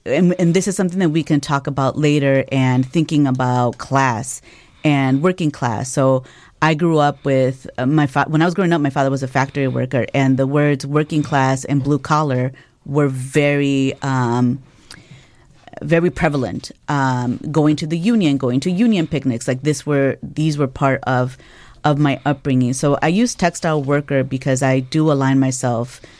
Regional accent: Chicago, Illinois, United States; I am born and raised in Chicago. Both of my parents are Guatemalan immigrants

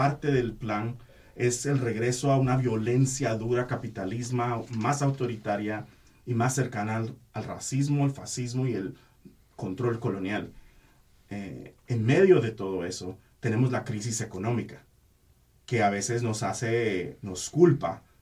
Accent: Guatemala; Porque yo soy guatemalteco y mi familia tiene muchas opiniones sobre Bukele

